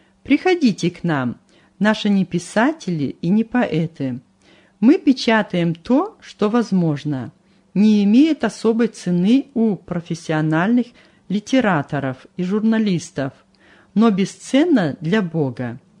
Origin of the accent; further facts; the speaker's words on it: Russia; Обе страны дороги моему сердцу. В России я вырос, а на Украине, в Херсоне, служил в армии.